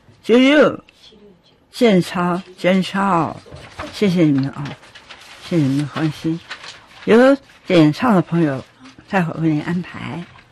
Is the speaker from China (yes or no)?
yes; Hefei, Anhui, China; moved away; 我到大陆去，到湖州电视，湖盛，然后又到合肥，六家饭，也就是我的老家。